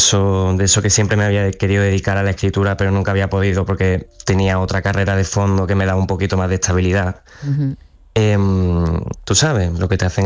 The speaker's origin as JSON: {"language": "Spanish", "region": "Andalusia", "country": "Spain", "accent": "Andalusian", "said": "Yo estoy ahí por detrás, hago de extra, con mi acento andaluz y listo, pelota."}